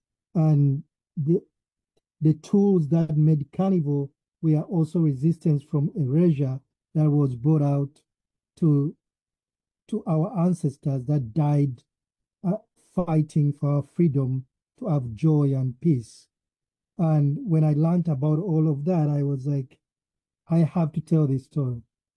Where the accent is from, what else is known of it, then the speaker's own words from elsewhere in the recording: Uganda; born there; I'm a simple guy. I was born in Uganda. I've lived in most parts of the world due to my journey with education.